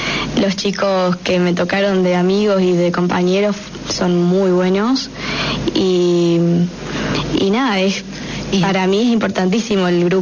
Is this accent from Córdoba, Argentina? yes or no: no; Paso de los Libres, Corrientes, Argentina; moved away as an adult; now in Concordia, Argentina; soy de Paso de los Libres de Corrientes